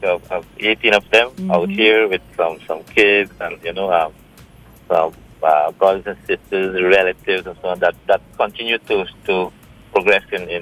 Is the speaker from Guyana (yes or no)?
yes; Guyana; Yes, that's my home, Rupurti village.